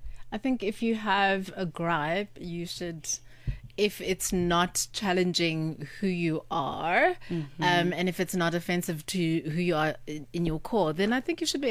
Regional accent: Pretoria, Gauteng, South Africa; I grew up in Pretoria

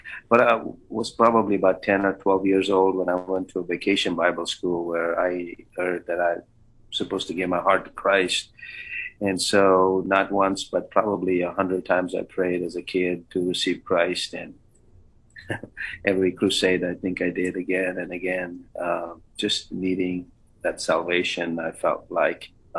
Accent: Bangalore, Karnataka, India; first language Kannada; Growing up in Bangalore was fabulous. We felt like we were 1,500 feet above sea. It was 1,500 feet above sea level. It was a beautiful climate. We were proud of Bangalore. We are proud Bangaloreans, Kannadigas. We speak Kannada.

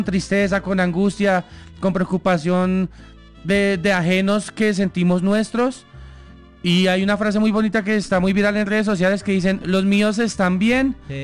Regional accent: Colombia; somos unos tesos todos como colombianos.

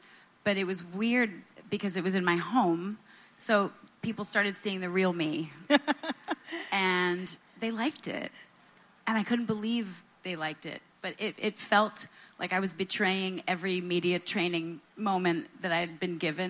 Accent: Vermont, United States; my hometown in Vermont

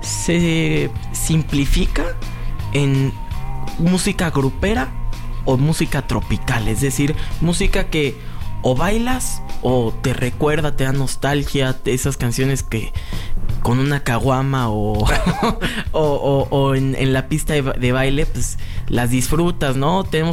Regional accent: Mexico; nosotros como mexicanos cantemos música en español

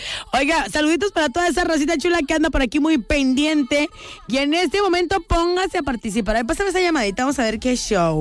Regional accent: Mexico; como buenos mexicanos que somos muy hospitalarios y muy amorosos

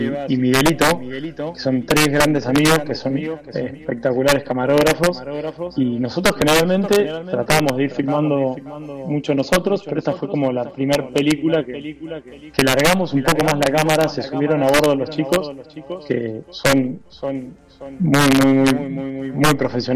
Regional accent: Buenos Aires, Argentina

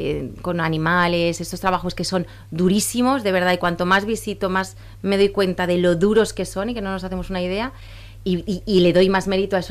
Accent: Mallorca, Balearic Islands, Spain; yo soy mallorquina

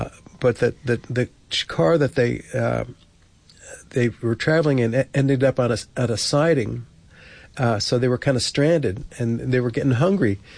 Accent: Colonia, New Jersey, United States; also born or lived in Newark; Anyway, born in Newark. I grew up in Colonia, New Jersey, which is Woodbridge Township in kind of central Jersey, in a Middlesex County.

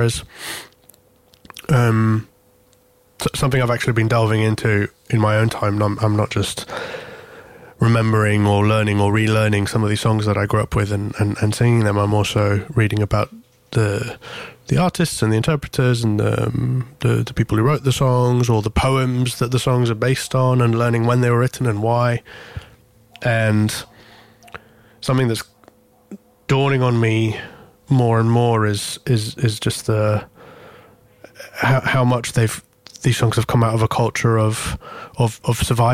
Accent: Greece; also born or lived in England; I grew up, my dad's Greek, my mum's English, and I grew up in Greece 16 years, so I'm fully fluent and bicultural

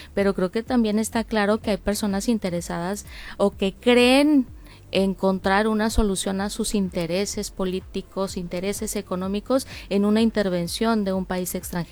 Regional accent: Mexico; Nosotros como mexicanos

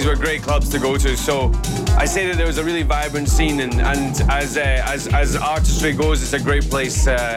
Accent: Glasgow, Scotland, United Kingdom; growing up in Glasgow as an artist

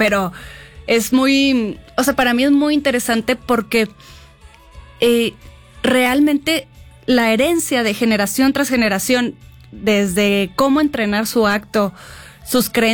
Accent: Monterrey, Nuevo León, Mexico; moved away; porque yo soy de Monterrey, tengo uh-huh. 16 años acá, y el circo que llegaba a Monterrey

